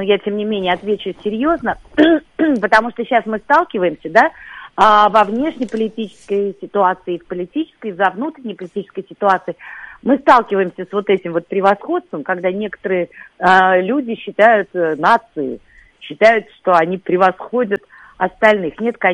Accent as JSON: {"language": "Russian", "region": "Saint Petersburg", "country": "Russia", "moved": "as an adult", "lives_now": "Moscow, Russia", "said": "Вот у нас там ромовые бабы, я помню, я когда переехала в Москву, я совсем молоденькая была, мне там было 28 лет."}